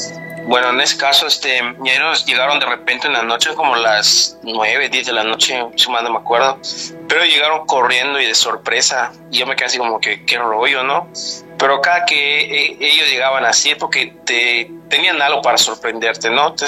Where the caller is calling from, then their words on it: Mérida, Yucatán, Mexico; de Mérida, Yucatán.